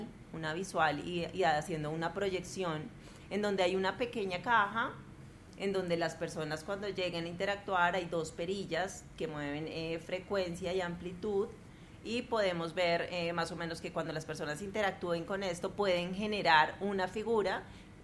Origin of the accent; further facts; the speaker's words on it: Colombia; sintiéndonos siempre orgullosos de ser colombianos